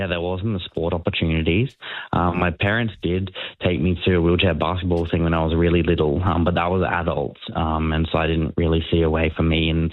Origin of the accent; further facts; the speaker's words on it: Sunshine Coast, Queensland, Australia; growing up on the Sunshine Coast